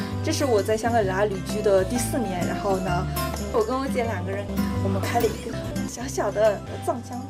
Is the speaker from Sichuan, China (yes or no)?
yes; Chengdu, Sichuan, China; 啊，我从成都来的。